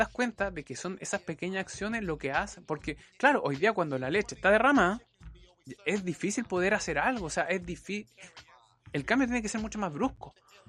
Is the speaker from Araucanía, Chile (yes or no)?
no; Vallenar, Atacama, Chile; also born or lived in Viña del Mar; Sí, pero yo soy de Vallenar, pero estaba viviendo en Viña en ese momento.